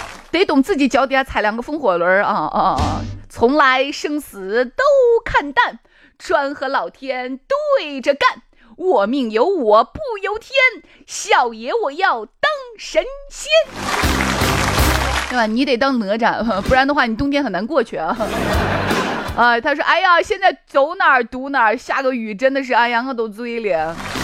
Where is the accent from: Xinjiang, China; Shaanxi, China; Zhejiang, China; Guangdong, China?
Shaanxi, China; 我们陕西话叫蛤蟆陵，